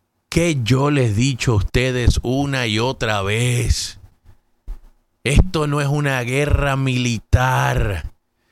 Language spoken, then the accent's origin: Spanish; Caguas, Puerto Rico; como dicen allá en mi pueblo, en Caguas, Puerto Rico, van a seguir estirando el chicle